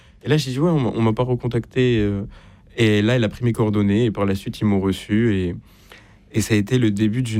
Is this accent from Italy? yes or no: no; Montpellier, Occitanie, France; une nouvelle ville, parce que de base, je viens de Montpellier.